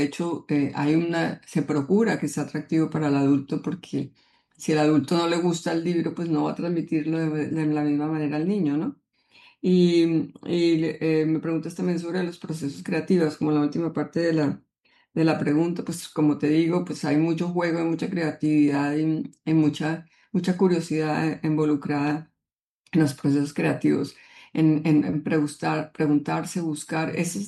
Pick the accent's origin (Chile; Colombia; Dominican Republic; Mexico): Colombia